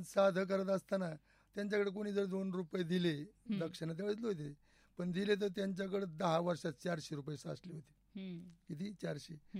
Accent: Chikhli, Maharashtra, India

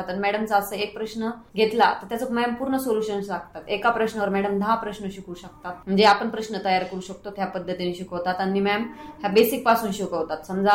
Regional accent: Maharashtra, India; बुरडगाव माझं गाव आहे, मला रोजचं 4 ते 5 किलोमीटर यावं लागायचं.

